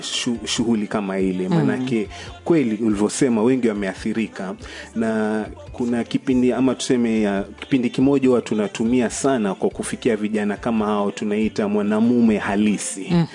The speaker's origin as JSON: {"language": "Swahili", "town": "Mombasa", "region": "Mombasa County", "country": "Kenya", "tie": "born or raised there", "said": "Na mimi ni mzaliwa pwani wa Kenya, mji unaojulikana kama Mombasa. Nimezaliwa huko Mombasa, nimelelewa Mombasa, kwa hivyo mimi ni mwenyeji wa pale Mombasa."}